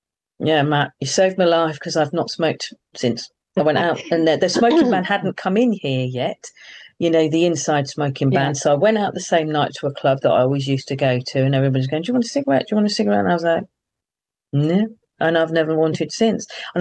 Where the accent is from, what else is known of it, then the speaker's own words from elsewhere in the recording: London, United Kingdom; moved away; also born or lived in Australia; I'm from London originally